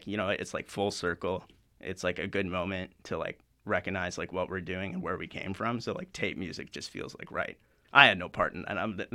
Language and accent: English; Surrey, British Columbia, Canada; I'm from Surrey, British Columbia.